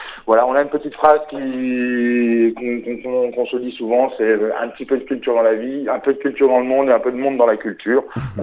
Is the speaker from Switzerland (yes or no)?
no; Longwy, Grand Est, France; moved away as an adult; Oui, je suis un Longwycien d'origine, donc j'ai grandi à Longwy. J'en suis parti quand j'avais à peu près 20 ans, et j'y reviens de plus en plus.